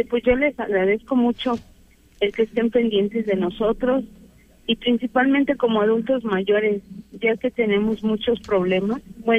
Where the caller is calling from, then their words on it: Mexico; yo vivo en San Gaspar y es la única ruta que llega hasta allá.